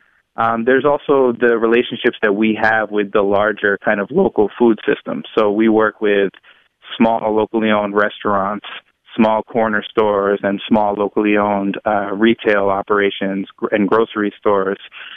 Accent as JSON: {"language": "English", "town": "Dorchester", "region": "Massachusetts", "country": "United States", "tie": "born or raised there"}